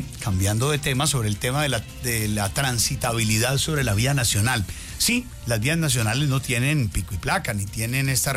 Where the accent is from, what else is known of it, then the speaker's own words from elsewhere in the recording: Colombia; Más es que pensamos como colombiano hacerle la maña.